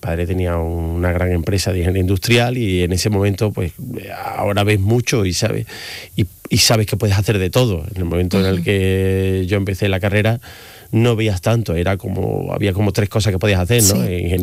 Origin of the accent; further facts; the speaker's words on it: Seville, Andalusia, Spain; also born or lived in Madrid; Pero el acento me delata, en fin, ¿dónde sí, vivo? Sí. No, soy sevillano.